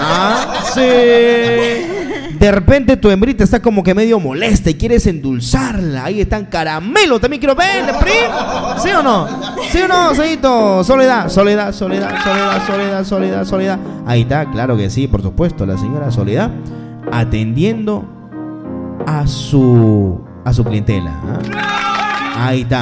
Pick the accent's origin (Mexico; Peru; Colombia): Peru; Peruvian Amazon; nosotros los selváticos como que le hacemos una joda a algunas palabras